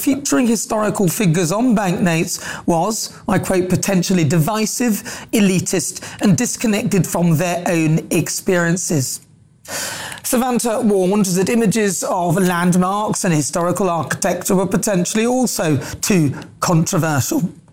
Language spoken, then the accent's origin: English; United Kingdom; I, for one, am so proud of being British.